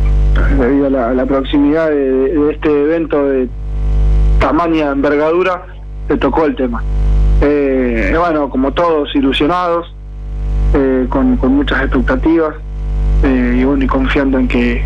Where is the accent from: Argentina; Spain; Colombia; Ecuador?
Argentina; Casilda, Santa Fe; éramos de Casilda